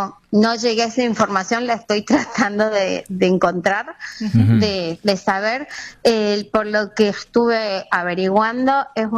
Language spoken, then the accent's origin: Spanish; Tucumán, Argentina; todos los tucumanos lo defendemos a capa y espada.